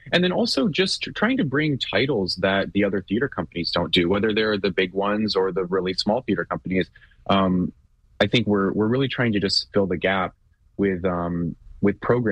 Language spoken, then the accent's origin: English; Houston, Texas, United States; I grew up in Houston, and when I was younger and kind of first starting out in Houston, there were so many summer shows and activities and stuff